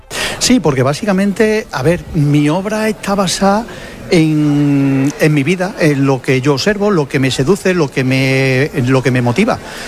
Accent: Mérida, Extremadura, Spain; mi Mérida del alma y de mi Extremadura en general

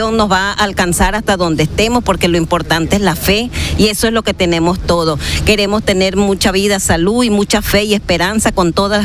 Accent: Venezuela; moved away as an adult; Yo soy venezolana, estoy acá desde noviembre

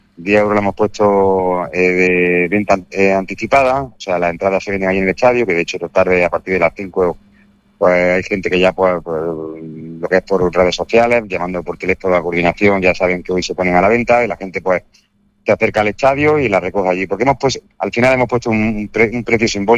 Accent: Granada, Andalusia, Spain; en mi tierra, en mi Granada

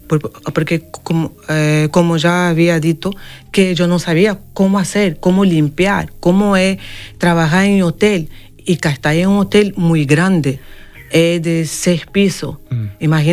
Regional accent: Angola; now in Spain

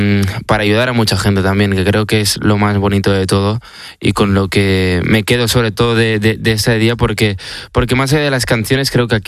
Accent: Barcelona, Catalonia, Spain; yo soy un chico de Barcelona

